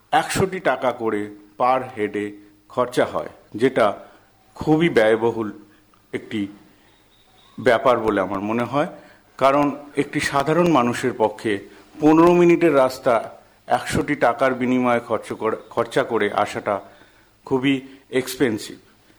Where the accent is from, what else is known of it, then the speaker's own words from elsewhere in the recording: Howrah district, West Bengal, India; হাওড়া জেলার নলপুর পঞ্চায়েতের অধীন দাঁতপুর গ্রামের বাসিন্দা। ছোটবেলা থেকেই এই গ্রামেই আমার বেড়ে ওঠা, স্কুল কলেজ সব এখান থেকেই, কিন্তু আমার কলেজটি ছিল একটু দূরে